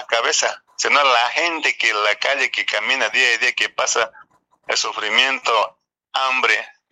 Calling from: Bolivia; como boliviano, como productor, necesitamos una estabilidad.

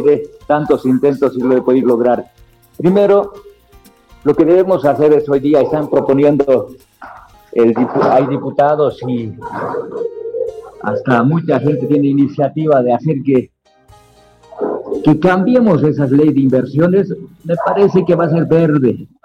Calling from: El Alto, La Paz, Bolivia; aquí del Alto.

